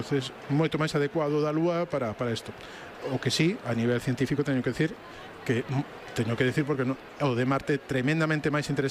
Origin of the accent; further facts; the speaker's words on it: Sarria, Galicia, Spain; son de Sarria, entonces, claro, pois non pode ser outro xeito.